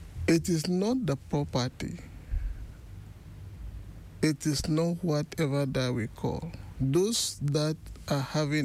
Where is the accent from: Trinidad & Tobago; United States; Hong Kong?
Trinidad & Tobago; So since I came from Trinidad now, I must say that I know who is God